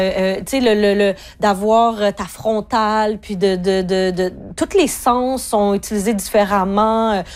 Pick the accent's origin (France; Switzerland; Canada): Canada; Val-d'Or, Quebec; quand on vient, même si on vient de Val-d'Or puis que tout le monde autour de nous travaille dans les mines